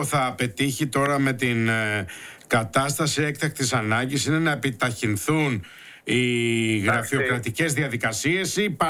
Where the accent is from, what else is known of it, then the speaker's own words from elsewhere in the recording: Lesbos, North Aegean, Greece; εγώ είμαι από τη Λέσβο, αλλά εντάξει, εμείς δεν έχουμε τόση πρασινάδα.